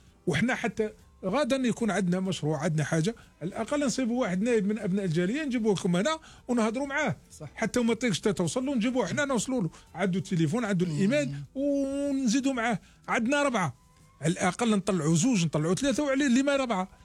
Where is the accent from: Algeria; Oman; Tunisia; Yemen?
Algeria; now in Canada; ما يهمناش كجزائريين ولا كجالية بل كمواطنين كنديين